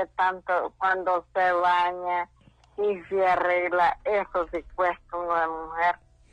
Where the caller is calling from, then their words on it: Tegucigalpa, Francisco Morazán, Honduras; Villanueva, sector 7A.